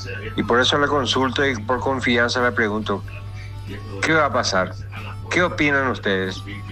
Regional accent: Asunción, Paraguay; moved away; Soy asunceno, pero salí de ahí, tuve que salir de ahí, pero me sigo sintiendo como mi terruño, Asunción.

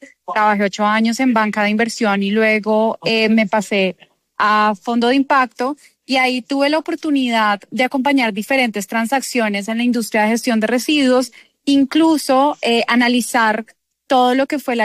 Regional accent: Bogotá, Colombia; yo nací en Bogotá, he vivido acá todo el tiempo

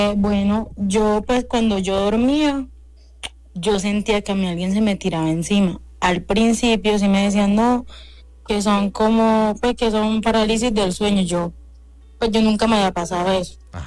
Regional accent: Córdoba, Colombia; now in Medellín, Colombia; Yo soy de CRT Córdoba, pero ahora mismo pues resido en Medellín.

